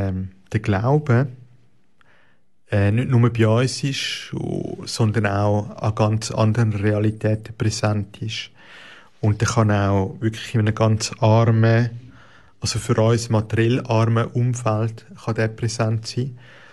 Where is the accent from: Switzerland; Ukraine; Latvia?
Switzerland; egal jetzt bei uns in der Schweiz oder eben in Paraguay im Chaco.